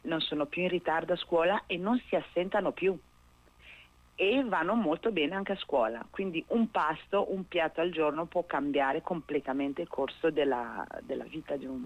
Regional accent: Brescia, Lombardy, Italy; also born or lived in Burundi; io sono di Brescia, sono di origine burundese ma vivo a Brescia da sempre, da quando ero giovane

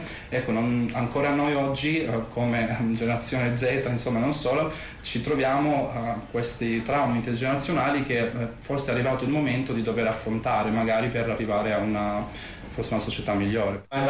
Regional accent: Albania; now in Italy; dall'Albania. E quindi parlo soprattutto, anche non solo, ma delle aziende italiane che sfruttano, insomma, io ho vissuto in Albania fino al 2015

